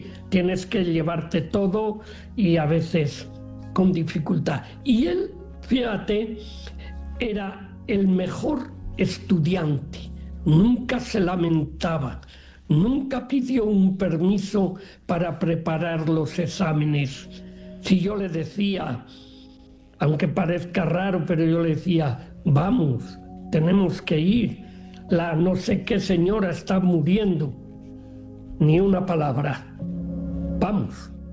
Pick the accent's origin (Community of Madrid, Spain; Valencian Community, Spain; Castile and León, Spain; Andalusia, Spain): Castile and León, Spain; Valladolid; Soy de Valladolid, es en la parte centro-norte de España, en lo que antiguamente, bueno, ahora se llama, es el Reino de Castilla y León.